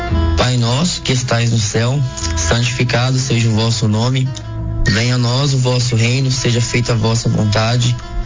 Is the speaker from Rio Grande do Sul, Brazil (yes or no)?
no; Piracicaba, São Paulo, Brazil; Eu sou de Piracicaba, mas eu tô hoje aqui em Poços de Caldas, em Minas.